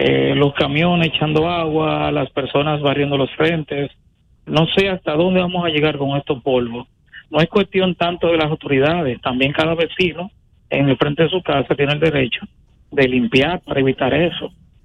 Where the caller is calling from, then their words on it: Santa Cruz de Barahona, Barahona, Dominican Republic; aquí en Barahona, en mi pueblo